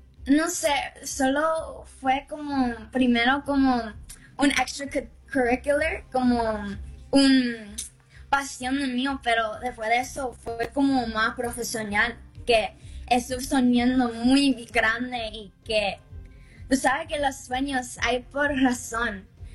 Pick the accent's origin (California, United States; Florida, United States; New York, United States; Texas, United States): Florida, United States; Miami; born there; reconectando con mis raíces latino también porque mi familia es de Cuba, pero yo nací aquí en Miami.